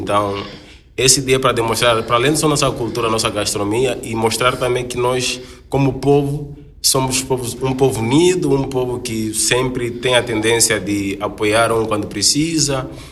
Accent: Mozambique; moved away as an adult; now in Brazil; moçambicano

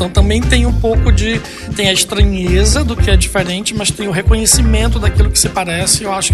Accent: Maranhão, Brazil; also born or lived in Ceará; now in Rio Grande do Sul, Brazil; Eu sou semarucho. Cearense. Eu nasci no Ceará, cresci no Maranhão e tô amadurecendo aqui no Rio Grande do Sul.

